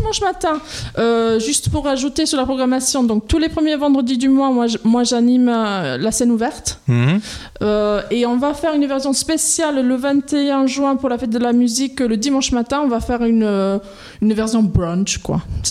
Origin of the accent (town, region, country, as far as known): England, United Kingdom; French is a second language; now in Toulouse, France